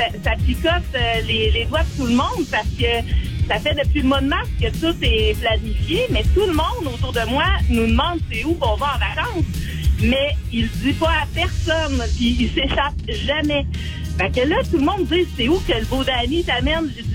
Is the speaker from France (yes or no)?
no; Trois-Rivières, Quebec, Canada; Ben, nous, on vient du coin de Trois-Rivières.